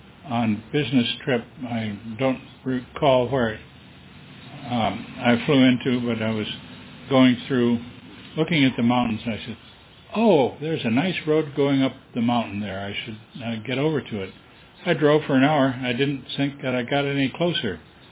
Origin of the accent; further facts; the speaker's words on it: Wisconsin, United States; I grew up in Wisconsin, which was kind of rolling hills.